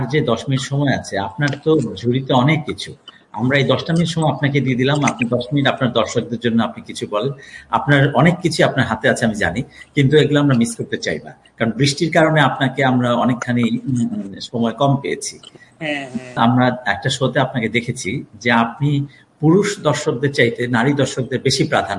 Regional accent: Narsingdi, Dhaka Division, Bangladesh; আমার দেশের বাড়ি হচ্ছে নরসিংদী

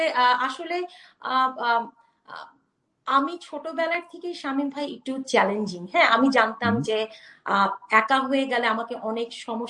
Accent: Bangladesh; এক হচ্ছে যে আমরা বাংলাদেশি, হ্যাঁ, so we came from like you know একটা ভ্যালুস থেকে, হ্যাঁ, একটা কালচার থেকে।

